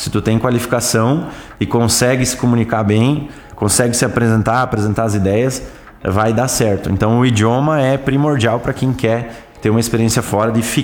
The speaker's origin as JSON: {"language": "Portuguese", "country": "Brazil", "moved": "yes", "lives_now": "Toronto, Canada", "said": "para nós brasileiros"}